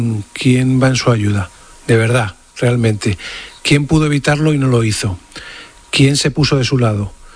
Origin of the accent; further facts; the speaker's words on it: Spain; Pues es desolador, o sea, como español es desolador